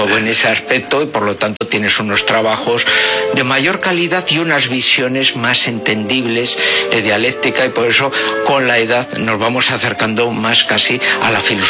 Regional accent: Spain

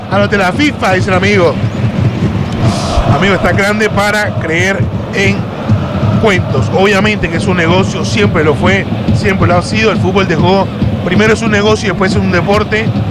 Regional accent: Barranquilla, Atlántico, Colombia; Yo soy de Colombia, de Barranquilla la Bella.

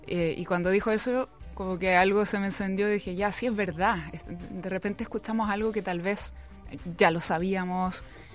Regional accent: Viña del Mar, Valparaíso, Chile; soy chilena, soy de la región, siempre he sido de Viña del Mar, de hecho estudié en la Católica de Valparaíso

